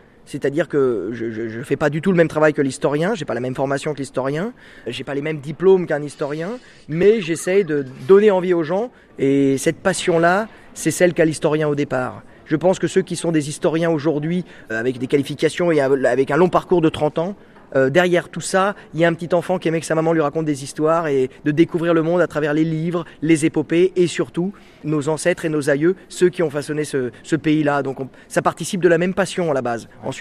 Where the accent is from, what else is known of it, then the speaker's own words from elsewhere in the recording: Sablé-sur-Sarthe, Pays de la Loire, France; moved away; also born or lived in Alençon; Mais moi, je me sens pas normand. Alençon, j'y suis resté 6 mois. Moi, j'ai grandi à Sablé-sur-Sarthe.